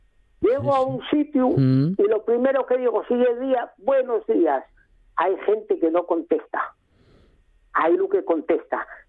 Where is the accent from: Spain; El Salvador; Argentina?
Spain; La Felguera, Asturias; soy de la Felguera, y estuve de la Felguera en todo un sitio concreto.